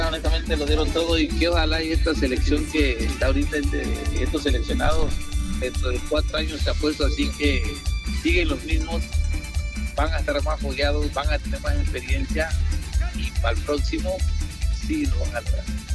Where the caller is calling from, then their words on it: Mexico; Yo como mexicano me siento orgulloso.